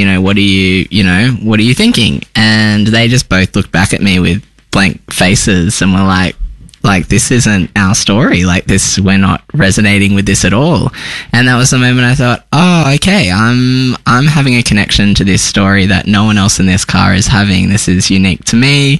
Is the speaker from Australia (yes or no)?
yes; Tamworth, New South Wales, Australia; born or raised there; also born or lived in Sydney; now in Melbourne, Australia